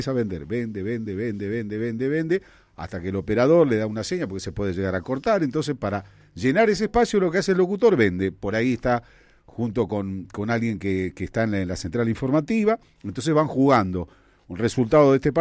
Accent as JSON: {"language": "Spanish", "region": "Buenos Aires Province", "country": "Argentina", "said": "Claro, nosotros somos provincia."}